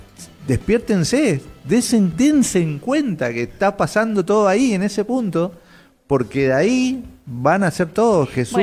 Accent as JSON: {"language": "Spanish", "country": "Argentina", "said": "nosotros como argentinos"}